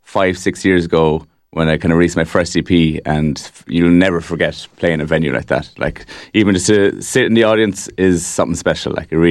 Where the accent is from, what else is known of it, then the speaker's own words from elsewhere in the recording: Clonmel, Munster, Ireland; now in Youghal, Ireland; I'm originally from Clonmel, and I hold Clonmel in very high regard